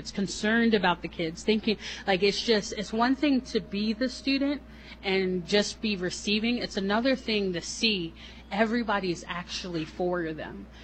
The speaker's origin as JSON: {"language": "English", "region": "New Jersey", "country": "United States", "said": "I'm from New Jersey, and I'm now going on a 15-day backpacking trip because I came in the summer"}